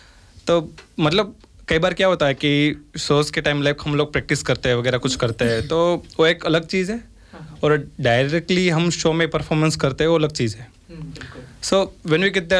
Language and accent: Hindi; Gujarat, India; वैसे देखा जाए तो I M A Gujju like मैं जहाँ से बिलोंग करता हूँ वहाँ से लाइक म्यूजिशंस कोई नहीं है सुनने वाला ज़्यादा है